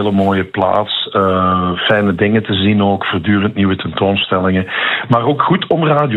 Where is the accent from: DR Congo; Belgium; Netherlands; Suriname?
Belgium; Hasselt, Flanders; Ik had keuze uit een riant aantal plekken, mag ik als Hasselaar wel zeggen.